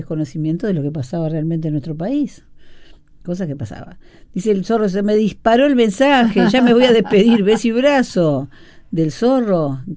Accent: Montevideo, Uruguay

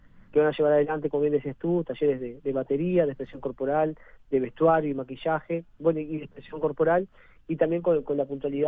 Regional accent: San Carlos, Maldonado, Uruguay; con Flor los dos somos de San Carlos.

